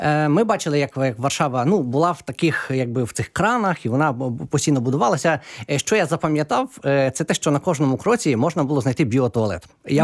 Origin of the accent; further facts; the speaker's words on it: Dubno, Rivne Oblast, Ukraine; also born or lived in Ternopil / Lutsk; Так, я народився в Тернополі в сім'ї студентів-медиків. Вони довчилися, приїхали на Рівненщину там в місто Дубно працювати в лікарні. Я виховувався на Рівненщині